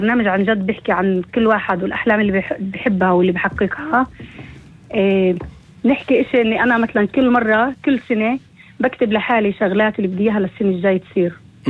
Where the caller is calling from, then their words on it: Nazareth, Northern District, Israel; معك مستمع من الناصرة